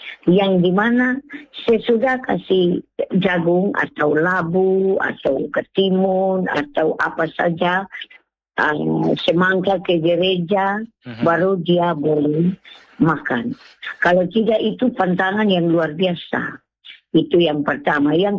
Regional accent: South Central Timor, East Nusa Tenggara, Indonesia; kami orang Timur TTS juga ada satu hal, yaitu kebersamaan.

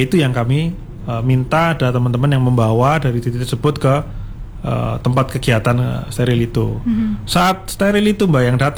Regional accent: Malang, East Java, Indonesia; born there; saya lahir di Malang dan saya ingin juga berkontribusi tentunya untuk Kota Malang, dan harapannya bisa lebih luas lagi ke Jawa Timur dan di Indonesia.

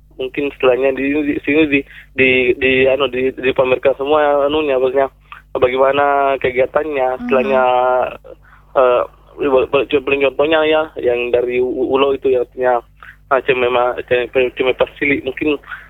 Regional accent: Bone, South Sulawesi, Indonesia; ternyata ini makanan dari daerah aku, ternyata daerah aku tercinta dari Bone, ternyata begitu ya.

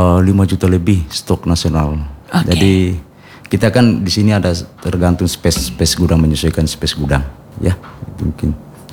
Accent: Palopo, South Sulawesi, Indonesia; moved away as an adult; also born or lived in Papua; now in Sangihe, Indonesia; Awal saya berasal dari Sulawesi Selatan, khususnya di Palopo.

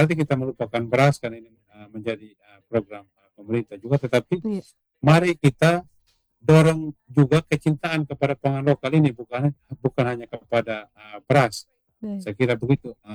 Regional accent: Sumba, East Nusa Tenggara, Indonesia; kalau kami di Sumba

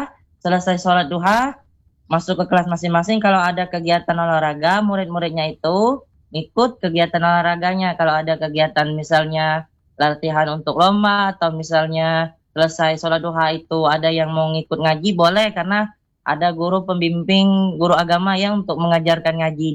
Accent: Toboali, Bangka Belitung Islands, Indonesia; Jadi aktif aku di kampung aku tuh jadi muazin di masjid itu. Di mana kampungnya? Di Toboali, Kampung Teladan.

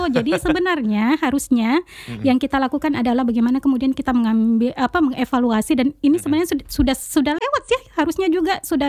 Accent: Kendari, Southeast Sulawesi, Indonesia; kita orang Kendari

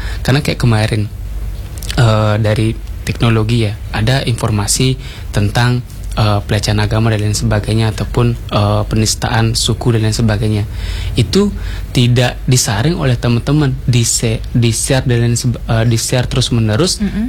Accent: Bali, Indonesia; aku tahu ketahui dulu, aku orang Bali loh, aku orang Hindu, yang aku pelajari ini

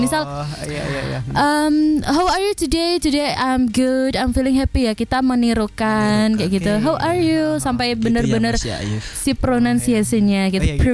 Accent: Java, Indonesia; gak mungkin gak bisa subtitle karena kan kita orang Jawa gitu ya.

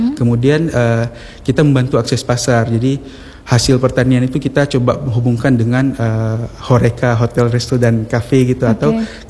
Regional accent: Aceh, Indonesia; kita Aceh ini

